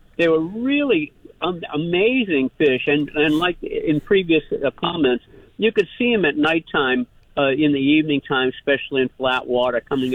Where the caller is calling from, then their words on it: Killington, Vermont, United States; Hi, I'm from Killington, but I have a home up on Lake Champlain off of the west shore of Isle of Mott.